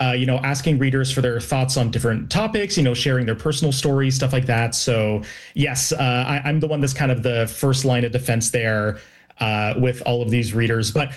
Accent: Toronto, Ontario, Canada; I'm from Toronto

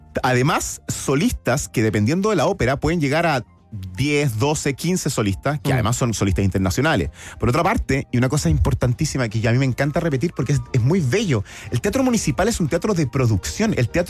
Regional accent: Chile

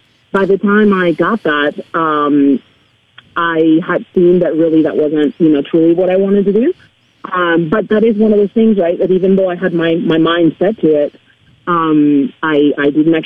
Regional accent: Spain; first language Spanish; English is a second language

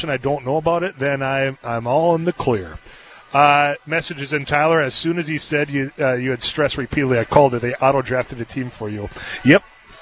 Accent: Leeds, Yorkshire and the Humber, United Kingdom; somebody from my hometown of Leeds

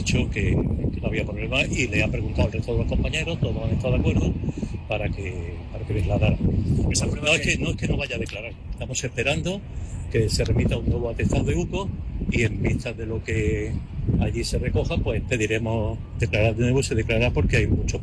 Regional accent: Granada, Andalusia, Spain; soy de Granada

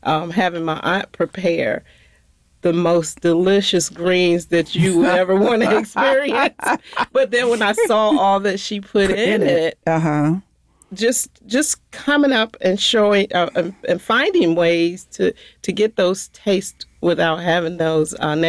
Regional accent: Raleigh, North Carolina, United States; I was born in Raleigh, but my mom and dad grew up in a small town called Zebulon, North Carolina.

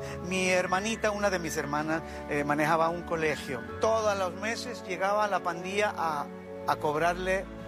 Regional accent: El Salvador; moved away; Solo los salvadoreños tenemos la fortuna de tenerlo.

